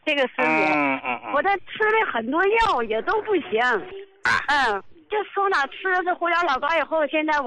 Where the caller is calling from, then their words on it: Jilin, China; 我是吉林的。